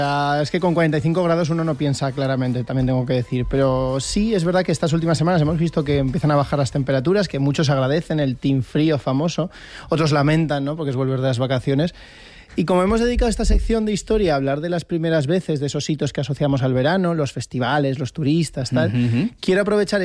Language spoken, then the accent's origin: Spanish; Zaragoza, Aragon, Spain; una de mi tierra